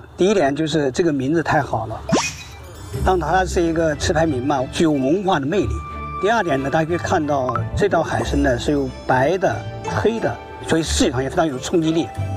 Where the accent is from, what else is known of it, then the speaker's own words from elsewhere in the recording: Anhui, China; now in Shandong, China; 我老家是安徽人啊，我潜伏到山东已经30年了。